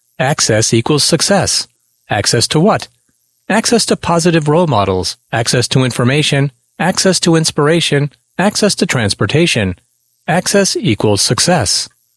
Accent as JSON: {"language": "English", "town": "Belleville", "region": "New Jersey", "country": "United States", "tie": "born there", "said": "I started school in September, before I turned 5. I remember in August of 1974, my dad took me to meet the principal at Public School 10 in Belleville, New Jersey."}